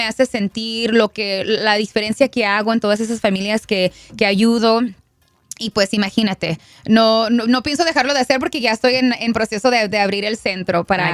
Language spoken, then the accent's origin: Spanish; California, United States; born there; yo soy nacida aquí en California. Mis padres son mexicanos